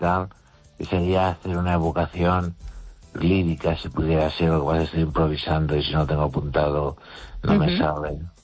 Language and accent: Spanish; Galicia, Spain